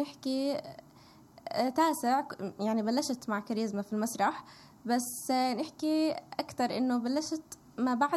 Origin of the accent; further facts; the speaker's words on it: Palestine; now in Tulkarm, Palestine; إحنا كفلسطينية وكموجودين في طول كرم